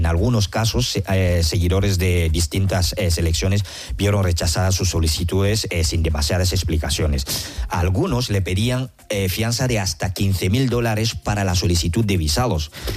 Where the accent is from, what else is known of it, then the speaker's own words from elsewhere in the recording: Cameroon; Sí, hombre. Soy del Camerún.